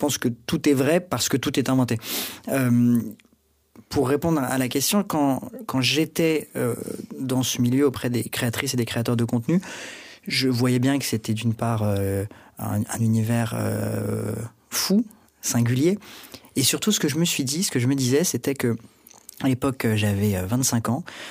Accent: Paris, Île-de-France, France; je suis né et j'ai grandi à Paris, d'un père québécois, et donc toute ma famille est au Québec. Donc j'ai vraiment grandi entre ces deux cultures.

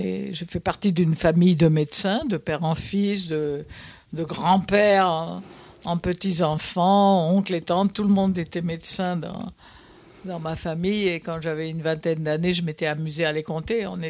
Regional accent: Pont-Sainte-Maxence, Hauts-de-France, France; also born or lived in Nice; Non, je suis d'origine corse, je suis née dans l'Oise, à Pont-Sainte-Maxence dans l'Oise, où j'ai vécu ma petite enfance jusqu'à l'âge de 8 ans. De 8 ans à 23 ans, j'ai habité Nice, au bord de la mer.

